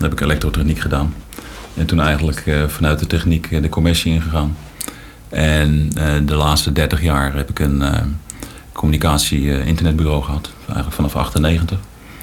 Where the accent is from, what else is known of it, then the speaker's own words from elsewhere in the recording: Montfoort, Utrecht, Netherlands; Ik ben 62 jaar geleden geboren in Montfoort, in de Margrietstraat. Dus ik ben echt een keizerrijker. Wij wonen daar op het hoekje, Margrietstraat 2. Schuin tegenover het zwembad.